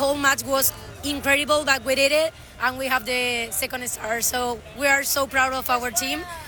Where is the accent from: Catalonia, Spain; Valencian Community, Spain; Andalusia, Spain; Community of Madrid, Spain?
Andalusia, Spain; Malaga; English is a second language; I'm from Malaga, but I work right now in D.C.